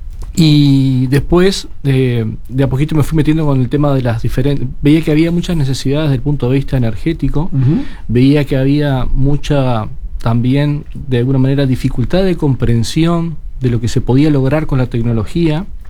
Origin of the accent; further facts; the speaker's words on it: Minas, Lavalleja, Uruguay; Bueno, nací en la ciudad de Minas, La Valleja, un viernes 13 del 79.